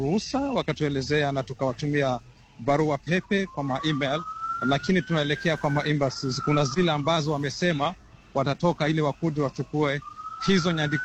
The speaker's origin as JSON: {"language": "Swahili", "country": "DR Congo", "said": "sisi ni wakongomani kama wengine"}